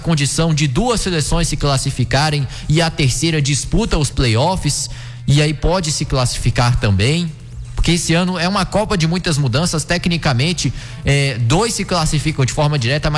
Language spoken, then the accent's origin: Portuguese; Brazil; Eu, como brasileiro